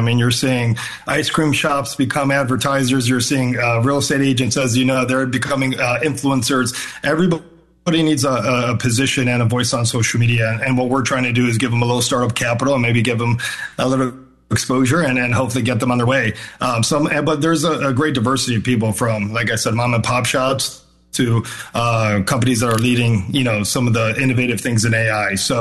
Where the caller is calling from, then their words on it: Chicago, Illinois, United States; I'm coming in from Chicago, so just down the block from y'all.